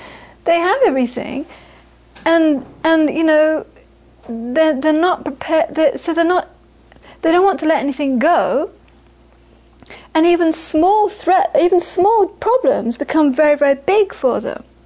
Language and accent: English; India; because I'm coming from India, and I said, I'm just wondering